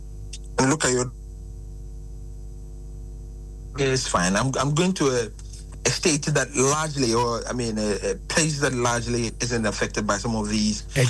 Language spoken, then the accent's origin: English; Ghana; being a Ghanaian